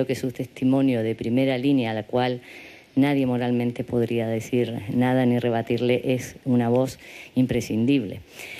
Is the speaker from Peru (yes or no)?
no; Chile; Yo soy chilena y el contacto que él tiene con América Latina es muy bello